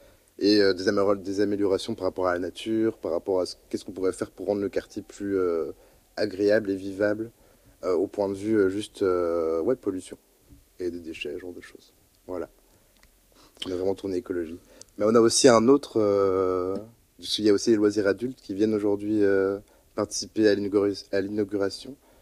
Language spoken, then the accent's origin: French; Couvin, Wallonia, Belgium; moved away as an adult; now in Brussels, Belgium; Moi, de base, je viens de la Wallonie. Je viens un peu du fin fond, dans la région de Couvain. Vraiment la campagne.